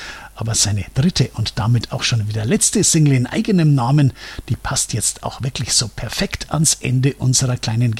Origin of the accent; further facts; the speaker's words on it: Munich, Bavaria, Germany; Als Münchner darf man dann natürlich bei so einer Gelegenheit den … auch ganz bestimmt gerne mit einbauen